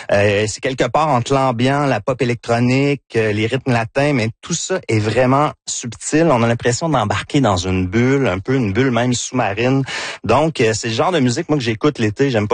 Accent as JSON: {"language": "French", "town": "Victoriaville", "region": "Quebec", "country": "Canada", "accent": "Victoriaville", "said": "Puis c'est mon accent de Victoriaville."}